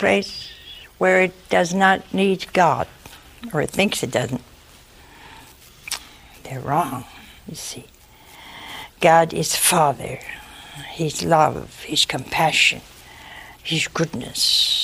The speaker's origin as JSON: {"language": "English", "region": "Ohio", "country": "United States", "moved": "yes", "lives_now": "Hansville, United States", "said": "we came from Ohio. We've been here almost 40 years. And I said, I have people here I love, but I didn't know them in Ohio."}